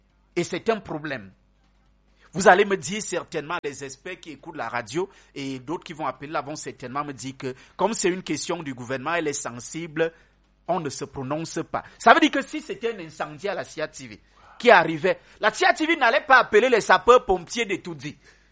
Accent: Cameroon; Nous faisons partie de ceux des Camerounais, en tant que journalistes

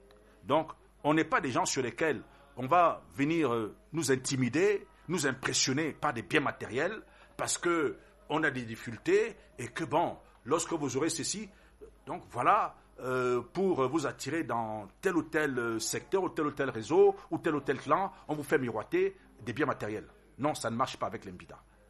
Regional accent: Cameroon; chez nous au Cameroun

